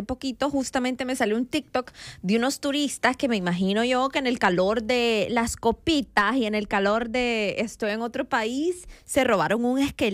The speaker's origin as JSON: {"language": "Spanish", "country": "El Salvador", "said": "nosotros como salvadoreños"}